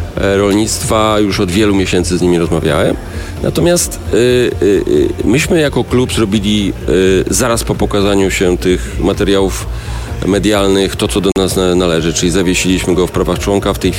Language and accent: Polish; Greater Poland Voivodeship, Poland; Ja jestem Wielkopolaninem, chociaż on sam jest z Łódzkiego.